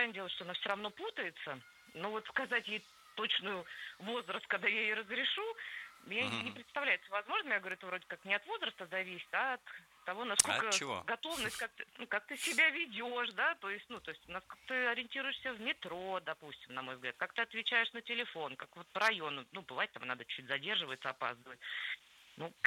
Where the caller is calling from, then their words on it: Moscow, Russia; Мы живем в Москве